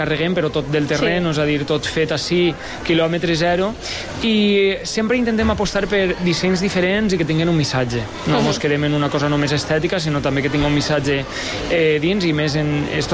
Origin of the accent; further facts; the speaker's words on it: Villajoyosa, Valencian Community, Spain; de la Marina Baixa.